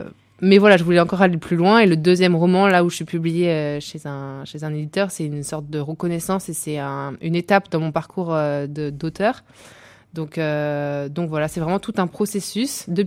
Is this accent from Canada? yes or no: no; Niort, Nouvelle-Aquitaine, France; Je suis née à Niort. Je suis vendéenne de cœur.